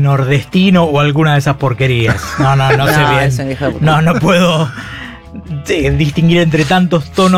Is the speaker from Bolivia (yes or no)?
no; Buenos Aires, Argentina; Soy porteño.